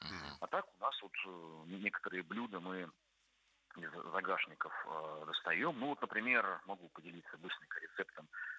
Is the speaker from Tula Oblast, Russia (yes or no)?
yes; Tula, Tula Oblast, Russia